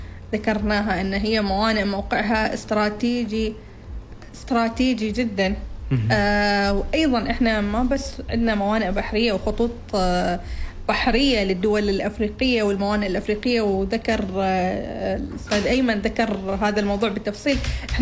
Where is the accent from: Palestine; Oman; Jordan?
Oman; نحن كعمانيين